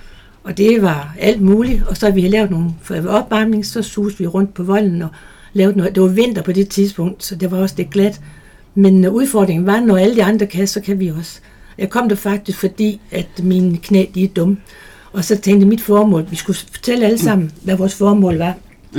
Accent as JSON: {"language": "Danish", "region": "Jutland", "country": "Denmark", "moved": "as an adult", "lives_now": "Rødovre, Denmark", "said": "faktisk så er jeg jyde. Vi flyttede til for 10 år siden til Rødovre"}